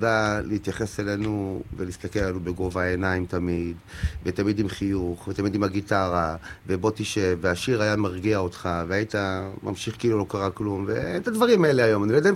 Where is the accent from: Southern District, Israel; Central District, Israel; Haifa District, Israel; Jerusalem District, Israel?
Southern District, Israel; Eilat; born there; אילתים משלנו, שפעם גדלו איתנו בשכונות